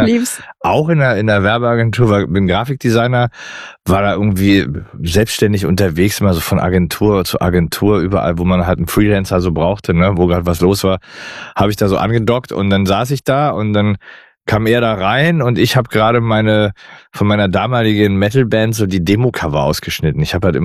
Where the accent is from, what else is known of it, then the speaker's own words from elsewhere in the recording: Berlin, Germany; Ich bin aus Berlin